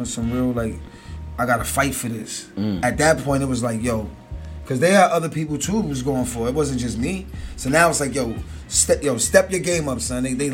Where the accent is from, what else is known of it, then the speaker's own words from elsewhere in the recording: New York City, New York, United States; also born or lived in Alabama; I come from Queens, I seen so much